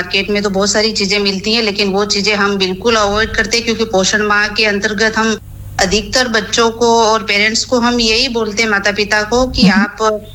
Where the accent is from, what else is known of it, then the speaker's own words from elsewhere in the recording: Sajjangarh, Rajasthan, India; मैं सज्जनगढ़ ब्लॉक से हूँ।